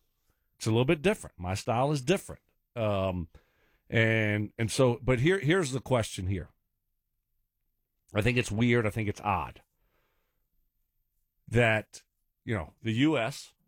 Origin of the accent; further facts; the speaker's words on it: United States; I'm from America, and I'm coaching this team to beat my team.